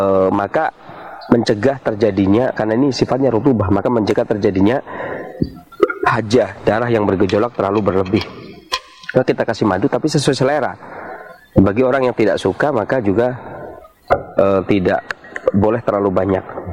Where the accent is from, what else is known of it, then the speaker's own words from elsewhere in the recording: Indonesia; Berbeda dengan orang-orang di negeri kita, Jawa itu jamunya keruh